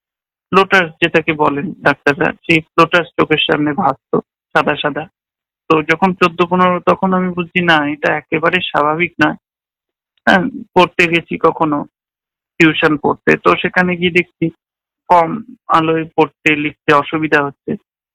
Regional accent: Chandannagar, West Bengal, India; born there; চন্দননগরে মোটামুটি একটা পরিচিতি ছিল

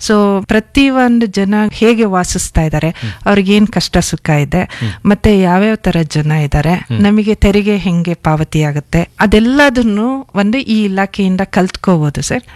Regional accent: Kontana Mane, Karnataka, India; born there; Sir, ನಾನು ಹಾಸನದಿಂದ ಒಂದು ಸುಮಾರು 80 ಕಿಲೋಮೀಟರ್ ದೂರ ನಾನು ಹುಟ್ಟಿದ್ದು ಕೊಂತನ ಮನೆ ಅಂತ.

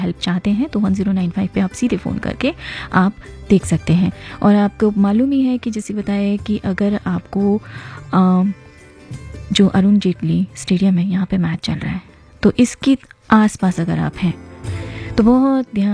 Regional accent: Delhi, India; तो दोनों केसेस में हम दिल्ली वाले हैं

